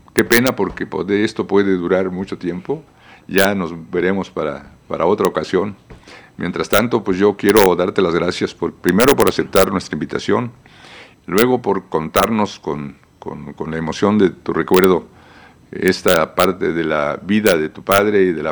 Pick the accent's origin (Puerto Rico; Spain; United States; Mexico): Mexico; yo creo que vamos todos a ganar como mexicanos